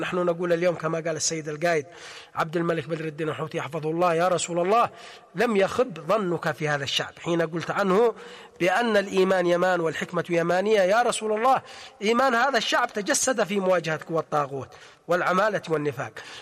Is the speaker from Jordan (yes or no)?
no; Yemen; نحن كشعب يمني